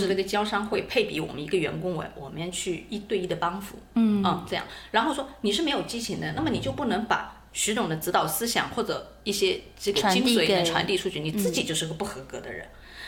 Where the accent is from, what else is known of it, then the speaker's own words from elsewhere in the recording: Jiangsu, China; 然后你知道我是江苏人，然后我们这边的女孩子就像人家会说台湾女孩子很温柔